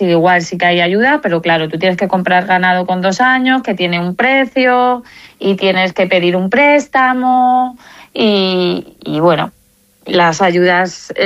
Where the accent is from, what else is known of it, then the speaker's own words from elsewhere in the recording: Mombeltrán, Castile and León, Spain; Soy del Barranco de las Cinco Villas, soy de Montbeltrán y tengo mi explotación en Santa Cruz del Valle.